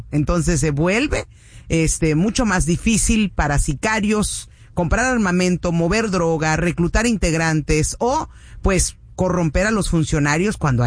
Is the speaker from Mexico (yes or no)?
yes; Cuernavaca, Morelos, Mexico; Ese es en mi pueblo allá en Cuautla. Bueno, yo soy de Cuernavaca, pero chiquitillo.